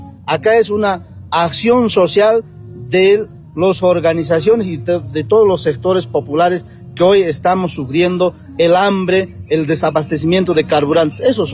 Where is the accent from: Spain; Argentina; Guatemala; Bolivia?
Bolivia; las grandes mayorías que nosotros somos los bolivianos y bolivianas.